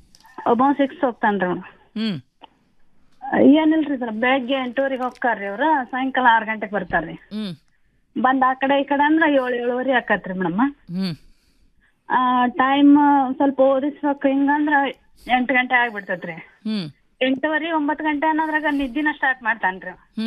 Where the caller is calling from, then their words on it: Karnataka, India; Kundgol taluk